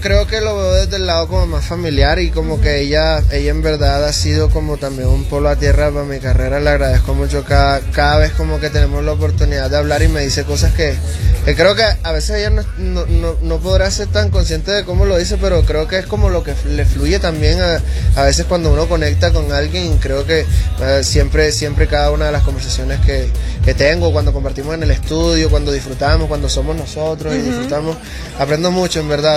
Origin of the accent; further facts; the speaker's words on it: Barranquilla, Atlántico, Colombia; nosotros como barranquilleros de nosotros mismos